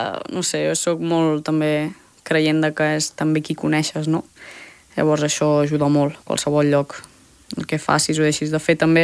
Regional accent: Catalonia, Spain; moved away; sóc catalana, sóc d'aquí

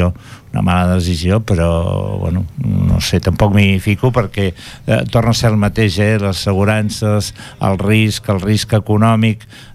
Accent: Mont-ras, Catalonia, Spain; Jo visc a Mont-ras, soc de Mont-ras

